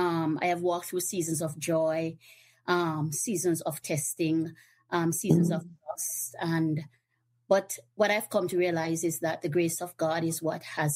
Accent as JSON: {"language": "English", "country": "Jamaica", "also_born_or_lived": "Canada", "moved": "yes", "lives_now": "Bermuda", "said": "I am originally from Jamaica, but presently I moved between Canada and Bermuda. So presently I am sitting in Bermuda."}